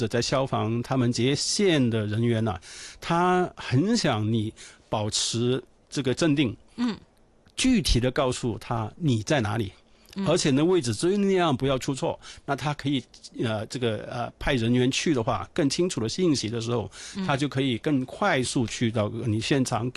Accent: Hong Kong; Chinese is a second language; 我们香港人是不太懂分东西南北的吧？

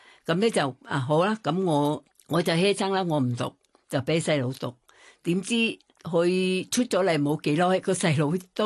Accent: Thailand; Cantonese is a second language; 即系我哋泰国人咧就家姐啲事咧，佢唔讲俾你听

